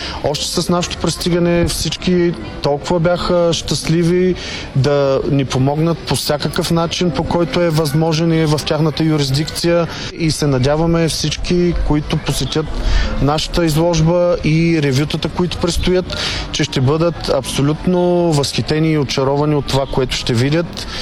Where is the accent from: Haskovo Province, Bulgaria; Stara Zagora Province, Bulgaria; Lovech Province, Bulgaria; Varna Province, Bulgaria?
Stara Zagora Province, Bulgaria; Stara Zagora; now in London, United Kingdom; Аз съм от Стара Загора.